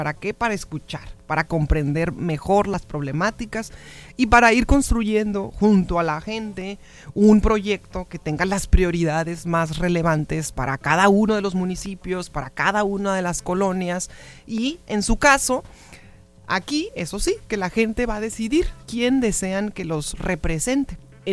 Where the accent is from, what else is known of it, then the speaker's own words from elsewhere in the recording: Mexicali, Baja California, Mexico; Soy 100% cachanilla, nacida aquí en Mexicali, Baja California. Estudié aquí, he crecido aquí toda mi vida.